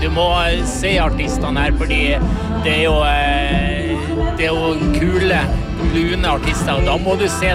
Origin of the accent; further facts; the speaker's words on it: Mosjøen, Nordland, Norway; moved away; jeg er opprinnelig fra Mosjøen.